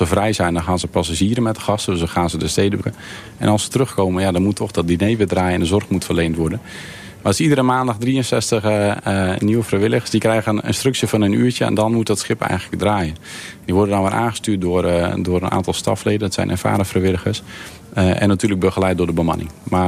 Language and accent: Dutch; Friesland, Netherlands